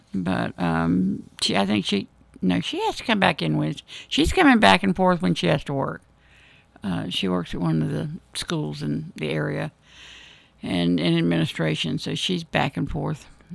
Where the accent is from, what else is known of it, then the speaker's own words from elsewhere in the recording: Florida, United States; We were raised in the South. I was born and bred in Florida.